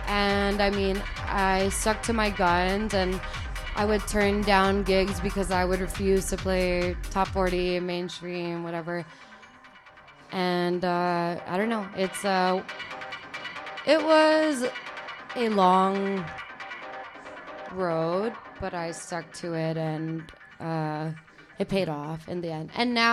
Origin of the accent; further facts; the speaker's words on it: Guam; I'm from Guam. I have been DJing for maybe almost 6 years now.